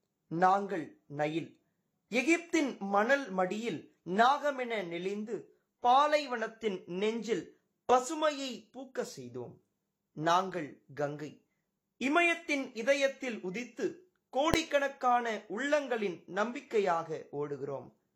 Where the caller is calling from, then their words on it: Chennai, Tamil Nadu, India; சென்னை இருக்கஞ்சேரியில் அமைந்துள்ள Don Bosco matric மேல்நிலை பள்ளியில் 12 வகுப்பு பயிலும் மாணவன் … மரியாதைக்குரிய வணக்கம்.